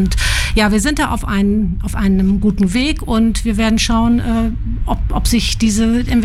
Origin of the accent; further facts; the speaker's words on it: Bramsche, Lower Saxony, Germany; Ja, ich komme ja aus der Gartenstadt und habe dort mein ganzes Leben verbracht